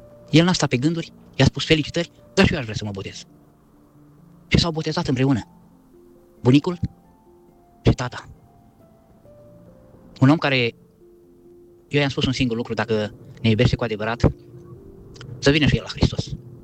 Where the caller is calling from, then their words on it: Belgium; Ne-a așteptat o săptămână ca noi să venim din Belgia